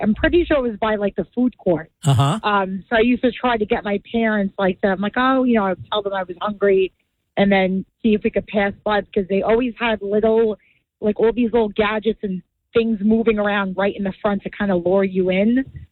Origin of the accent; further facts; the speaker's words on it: New York City, New York, United States; I'm originally from Staten Island